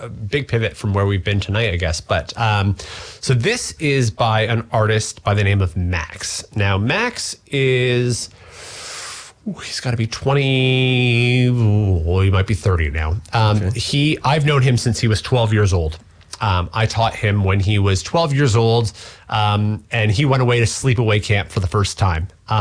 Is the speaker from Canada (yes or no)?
yes; Canada; as a Canadian